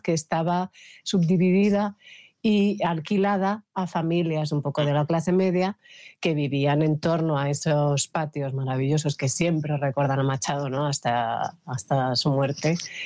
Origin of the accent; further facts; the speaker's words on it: Madrid, Community of Madrid, Spain; Y en Madrid, que precisamente es la ciudad de donde yo soy, donde más he vivido